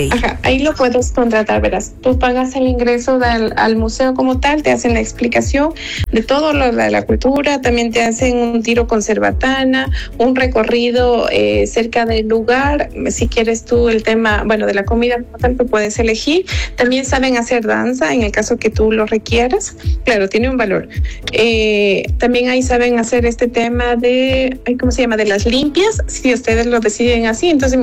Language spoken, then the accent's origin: Spanish; Ecuador; De hecho, nuestro país es pluricultural, entonces eso es lo que da valor a nosotros como ecuatorianos.